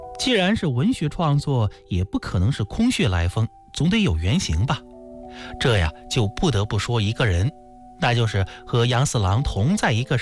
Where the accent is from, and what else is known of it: Hebei, China